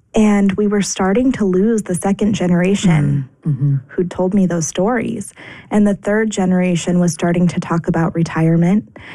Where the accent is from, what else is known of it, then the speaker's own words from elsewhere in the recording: Chico, California, United States; moved away as an adult; also born or lived in Los Angeles / London / New York; Well, I grew up here in Chico